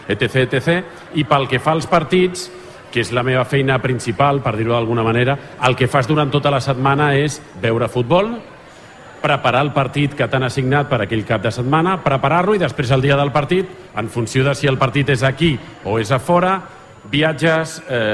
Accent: Sant Boi de Llobregat, Catalonia, Spain; Soc de Sant Boi, vaig néixer aquí a l'any 77, no m'he mogut mai de Sant Boi i faig vida aquí

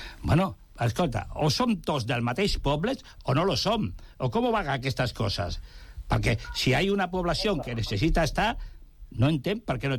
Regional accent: Extremadura, Spain; moved away as an adult; Perdona, allà al meu poble, en Extremadura... que vaig sortir jo amb 19 anys i tinc ara 80, ja estava així.

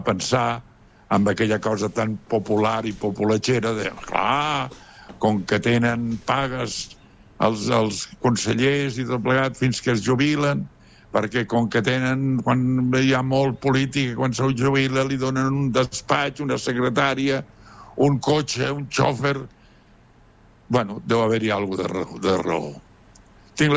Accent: Sant Joan de les Abadesses, Catalonia, Spain; era la segona d'un partit polític que no mana amb el meu poble, que és Sant Joan de les Abadesses, però que està molt pròxim.

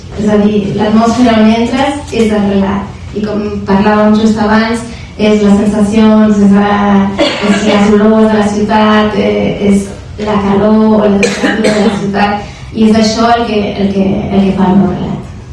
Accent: Barcelona, Catalonia, Spain; Jo soc de Nou Barris, que és ara de l'Extrarradio

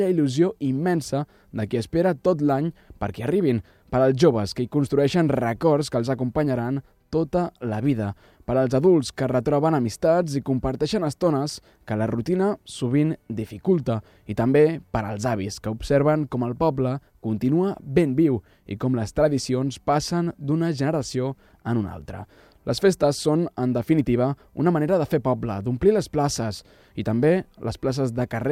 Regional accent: Santa Bàrbara, Catalonia, Spain; les festes majors del meu poble, Santa Bàrbara, un petit poble de les Terres de l'Ebre

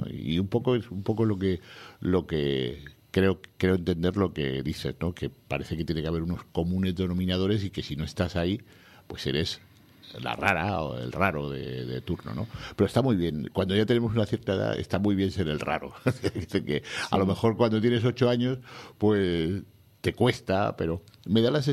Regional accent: Bilbao, Basque Country, Spain; unos años me crié en Bilbao.

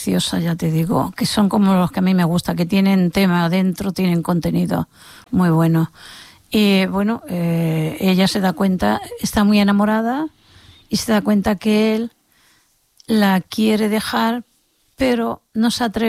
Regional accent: La Línea de la Concepción, Andalusia, Spain; Yo soy de Cádiz, de La Línea, y dicen que allí hay un arte para esto.

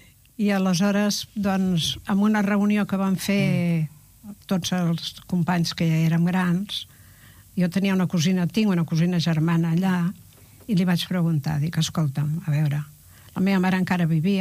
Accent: Soses, Catalonia, Spain; al poble, jo soc de Soses, érem una pandilla de criatures... molt agosarats, mig salvatges.

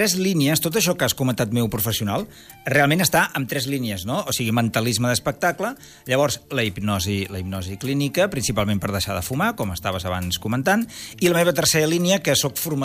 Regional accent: Sabadell, Catalonia, Spain; jo sóc professor de la Cambra de Comerç de Sabadell, de la, sí, meva ciutat

